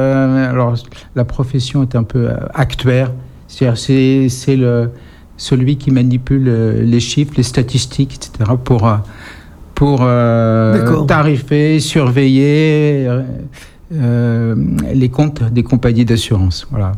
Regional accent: Saint-Mandé, Île-de-France, France; moved away as an adult; now in Périgueux, France; Je suis né dans le Val-de-Marne, à Saint-Mandé.

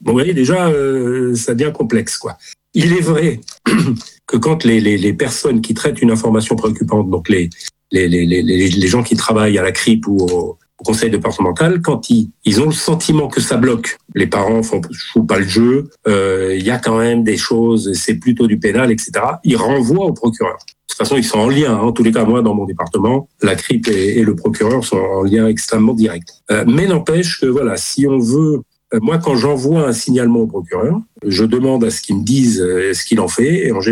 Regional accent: Rabat, Rabat-Salé-Kénitra, Morocco; born there; Ouais, moi je suis né à Rabat.

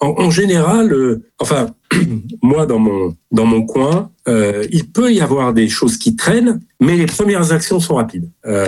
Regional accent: Rabat, Rabat-Salé-Kénitra, Morocco; Ouais, moi je suis de Rabat. Donc je vais régulièrement former les pédopsychiatres du Maroc.

